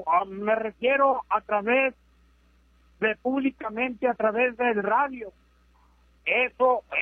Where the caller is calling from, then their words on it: Mexico; vivo en México, y aquí soy, en el país que me corresponde